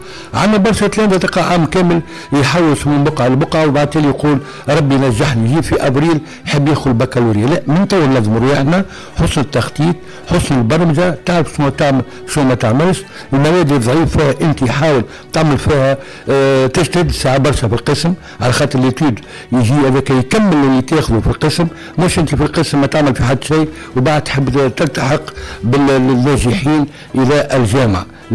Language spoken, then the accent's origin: Arabic; Tunisia; ربي يحفظ بلادنا تونس الغالية، تونس الخضراء